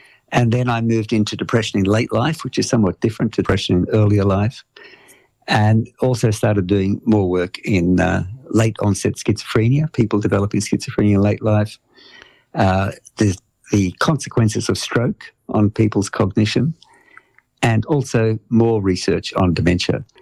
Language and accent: English; Australia